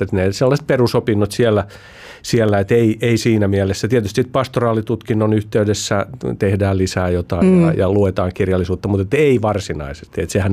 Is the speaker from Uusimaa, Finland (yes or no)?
yes; Helsinki, Uusimaa, Finland; mä oon helsinkiläinen